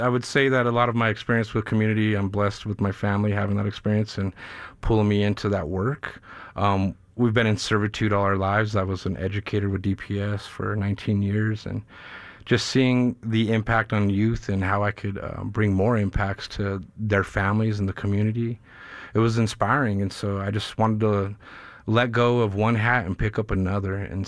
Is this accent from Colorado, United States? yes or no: yes; Denver, Colorado, United States; born and raised in the north side of Denver.